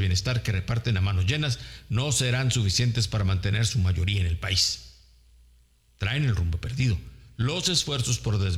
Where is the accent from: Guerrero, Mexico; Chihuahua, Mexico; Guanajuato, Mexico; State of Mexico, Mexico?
Chihuahua, Mexico; porque somos los chihuahuenses seres que no nos chupamos el dedo y no creemos en sus mentiras